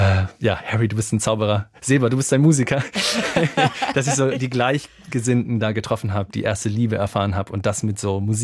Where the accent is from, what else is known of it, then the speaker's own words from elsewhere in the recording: Alsfeld, Hesse, Germany; also born or lived in Berlin; Also ich bin in Berlin geboren, aber dann in der Kleinstadt Alsfeld groß geworden